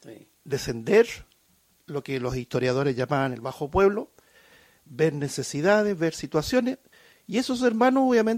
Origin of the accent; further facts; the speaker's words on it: Chile; somos chilenos, nacimos aquí